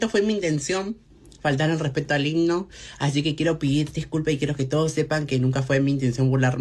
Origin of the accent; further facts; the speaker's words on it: Argentina; soy argentina, obviamente.